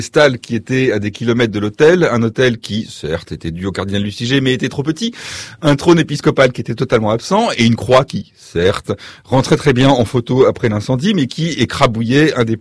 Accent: Paris, Île-de-France, France; je suis sur Radio Notre-Dame et je suis parisien moi-même

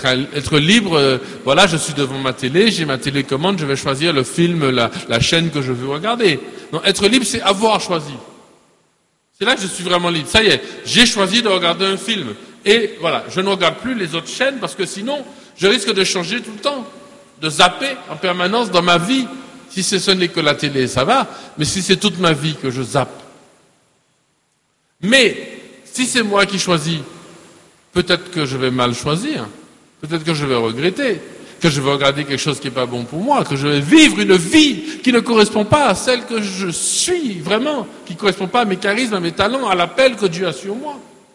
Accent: Martinique; Je suis un Martiniquais, je suis librement un Martiniquais.

